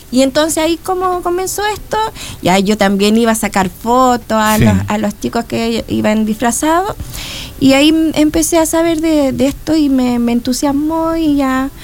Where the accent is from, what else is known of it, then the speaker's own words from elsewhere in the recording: Valparaíso, Chile; born there; moved away as an adult; also born or lived in Santiago; Rodelillo. Ya llevo muchos años. Bueno, mis padres fueron los que llegaron allá a Rodelillo cuando se empezó a poblar.